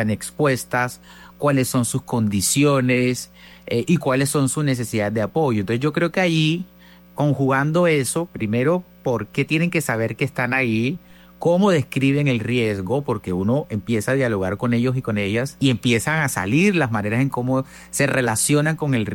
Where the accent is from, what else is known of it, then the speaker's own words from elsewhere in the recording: Caribbean Region, Colombia; accent: costeño; nosotros los costeños nos criamos frente al mar. Es decir, nacemos frente al mar.